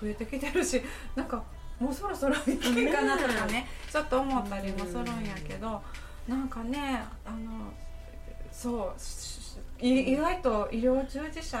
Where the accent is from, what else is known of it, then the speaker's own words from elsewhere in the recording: Izumiotsu, Osaka, Japan; 私の地元はあの泉大津市っていう